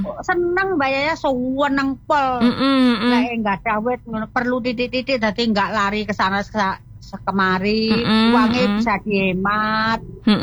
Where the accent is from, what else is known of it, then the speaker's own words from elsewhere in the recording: Java, Indonesia; jadi kita orang Jawa harus menggunakan rempah-rempah sampai enak murah juga pengaruh untuk tubuh.